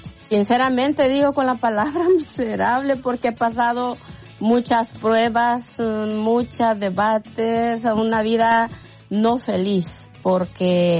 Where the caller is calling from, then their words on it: Sonsonate, El Salvador; Del departamento Sonsonate.